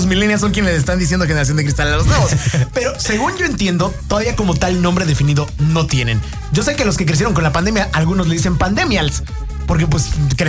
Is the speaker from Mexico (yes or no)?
yes; Xalapa, Veracruz, Mexico; Yo vengo de la ciudad de Jalapa.